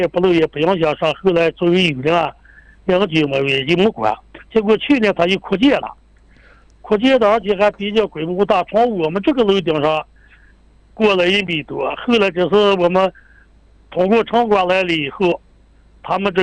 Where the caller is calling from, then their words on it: Ordos, Inner Mongolia, China; 我是鄂尔多斯东胜的。